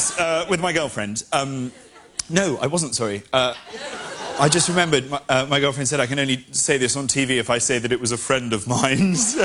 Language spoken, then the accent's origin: English; United Kingdom; as grumpy as we are in Britain.